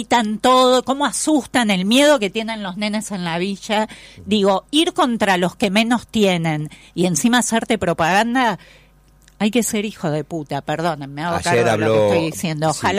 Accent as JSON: {"language": "Spanish", "region": "Buenos Aires", "country": "Argentina", "said": "Como argentina y como porteña digo"}